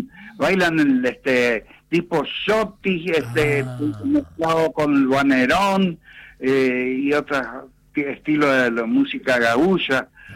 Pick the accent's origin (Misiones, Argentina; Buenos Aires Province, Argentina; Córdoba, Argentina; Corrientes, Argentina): Misiones, Argentina; Montecarlo; born there; siempre le canté tantos temas a Monte Carlo, en mi pueblo